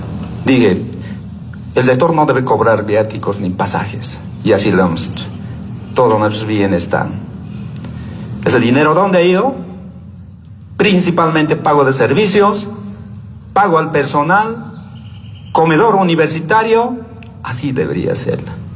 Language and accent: Spanish; Tinguipaya, Potosí, Bolivia; yo vengo de Potosí, tantos años también en parte de gestión, la dirigencia con mis comunidades, vengo del municipio de Tinguipaya